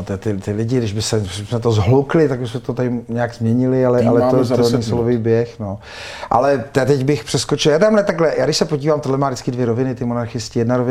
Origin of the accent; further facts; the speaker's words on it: Russia; moved away; tak jsem utekl před tou válkou, je to složitý, mohli jsme si o tom vyprávět týdny. Ale proč jako já Rus jsem špatný?